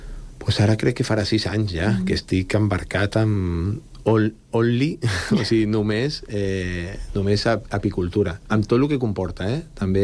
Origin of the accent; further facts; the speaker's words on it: Valldoreix, Catalonia, Spain; Jo sóc fill de la Floresta i de Valldoreix, com ja saps, Dominic